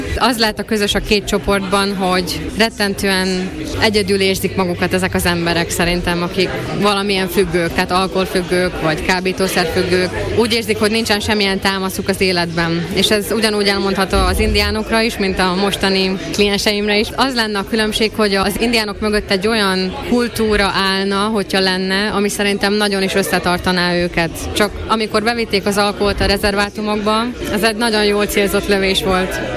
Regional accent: Slovakia; moved away; Az biztos, hogy amikor kikerültem Kanadában, akkor jött elő bennem az, hogy igenis magyar vagyok

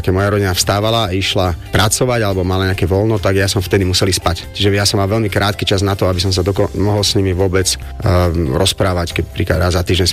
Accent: Šaľa, Nitra Region, Slovakia; now in Sereď, Slovakia; pochádzam zo Šale, momentálne pôsobím v Seredi.

